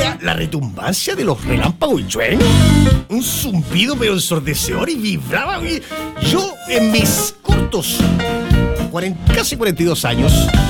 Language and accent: Spanish; Hualpén, Biobío, Chile; ayer en mi tierra natal, Walpen